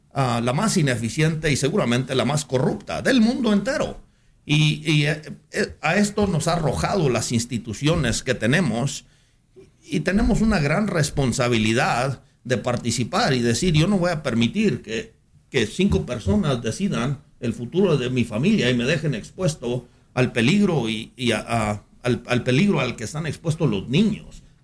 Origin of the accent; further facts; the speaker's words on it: Mexico; los mexicanos podemos solapar al líder